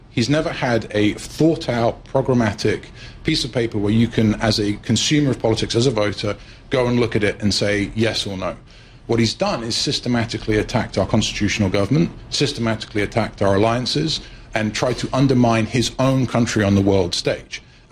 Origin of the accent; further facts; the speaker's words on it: United Kingdom; which makes me as a British a Britisher rather jealous, because I used to have an Italian passport, de jure.